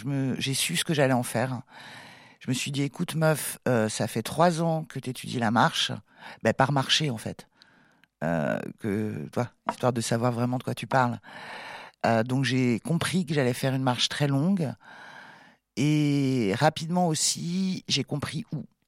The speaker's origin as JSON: {"language": "French", "town": "Nantes", "region": "Pays de la Loire", "country": "France", "tie": "born or raised there", "also_born_or_lived": "Saint-Herblain / Brière", "moved": "as an adult", "lives_now": "Ardèche, France", "said": "J'ai grandi à Nantes, Saint-Herblain, puis je suis partie en Brière, près de Saint-Nazaire, et j'y suis restée jusqu'à mes 18 ans. Ensuite j'ai bourlingué, bref, à 33 ans, j'ai emménagé en Ardèche"}